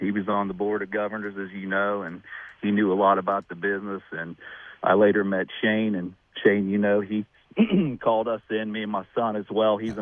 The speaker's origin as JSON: {"language": "English", "town": "Morgantown", "region": "West Virginia", "country": "United States", "tie": "born or raised there", "said": "I came back to Morgantown in my hometown"}